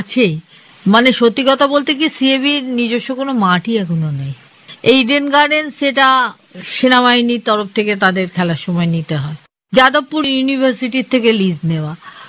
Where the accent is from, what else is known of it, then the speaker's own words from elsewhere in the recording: Kolkata, West Bengal, India; আমি, সবাই কিন্তু কলকাতার মেয়ে।